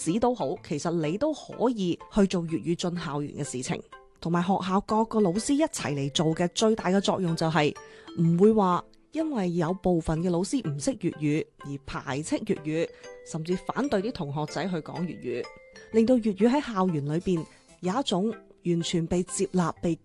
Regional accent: Foshan, Guangdong, China; 佛山这一座城市，我们是岭南文化的重要发源地之一

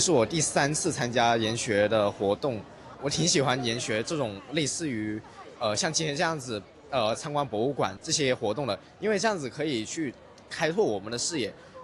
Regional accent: Guangdong, China; also born or lived in Hong Kong; 我是广东长大，虽然是香港出生，

